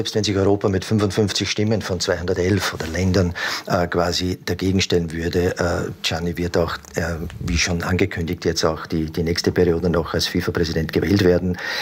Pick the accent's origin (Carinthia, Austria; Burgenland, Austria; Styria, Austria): Burgenland, Austria; auch im Burgenland beispielsweise, wo ich her bin.